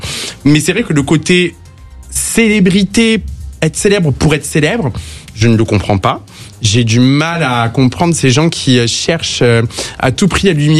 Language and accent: French; Lourdes, Occitanie, France; moi je viens de Lourdes, donc pas grand chose à faire.